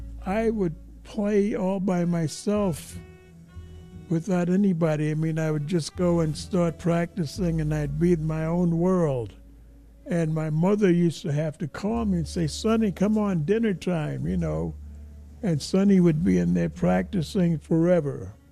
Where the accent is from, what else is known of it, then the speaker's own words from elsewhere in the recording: New York, United States; I was born in New York. I was born in Harlem, which is the epicenter. It was at that time, it was the epicenter of black culture.